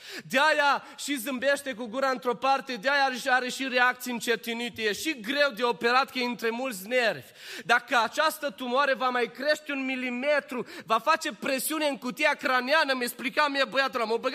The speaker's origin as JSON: {"language": "Romanian", "country": "Romania"}